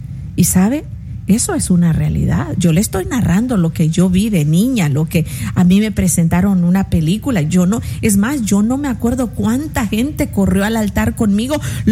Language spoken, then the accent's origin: Spanish; El Salvador; Y yo recuerdo en una de esas festividades al aire libre en mi país, El Salvador, me acuerdo que estábamos debajo de muchos árboles de mangos.